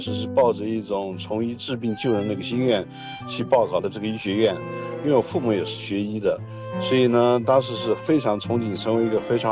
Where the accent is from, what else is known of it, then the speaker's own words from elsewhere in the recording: Yunnan, China; moved away as an adult; also born or lived in Shanghai; 当时是报考到了上海医科大学，在上海完成了6年的学习，然后就回到了云南来报效我的家乡。